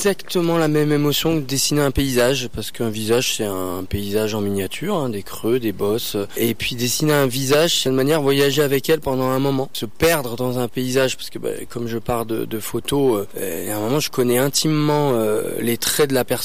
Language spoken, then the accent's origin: French; Réunion; J'ai grandi à La Réunion.